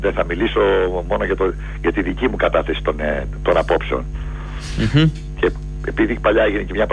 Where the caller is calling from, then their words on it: Peristeri, Attica, Greece; από το Περιστέρι